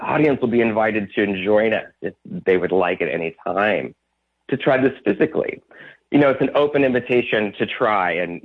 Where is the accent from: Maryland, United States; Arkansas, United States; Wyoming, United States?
Arkansas, United States; moved away; growing up in Central Arkansas